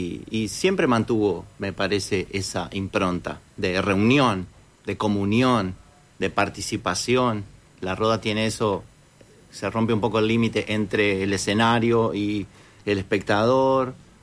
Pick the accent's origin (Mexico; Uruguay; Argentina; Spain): Uruguay; Yo que, como uruguayo que conozco otros manifestaciones culturales como el candombe, como la murga